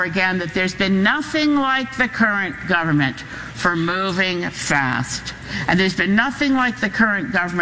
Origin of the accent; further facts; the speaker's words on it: Canada; as a Canadian and someone who deeply believes in Westminster parliamentary democracy